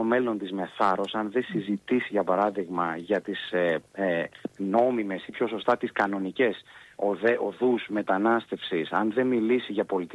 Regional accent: Greece; ως Έλληνες

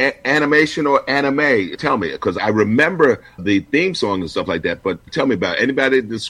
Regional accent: New York City, New York, United States; I'm in the BX in the Bronx

